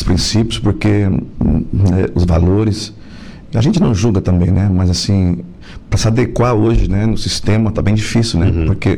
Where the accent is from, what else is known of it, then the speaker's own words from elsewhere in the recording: Meleiro, Santa Catarina, Brazil; Então, eu sou da cidade de Meleiro, né? Meus pais vivem até hoje lá.